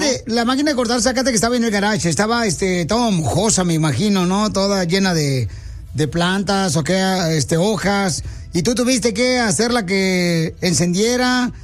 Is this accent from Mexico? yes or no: yes; Guanajuato, Mexico; now in Utah, United States; Porque acá venimos de Guanajuato, a Utah, Estados Unidos.